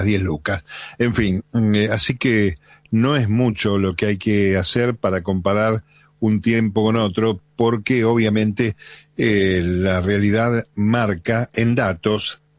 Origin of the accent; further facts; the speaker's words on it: Lago Puelo, Chubut, Argentina; También tengo familia en el norte y yo soy del Lago Puelo e hijos en la Patagonia y la realidad es muy triste.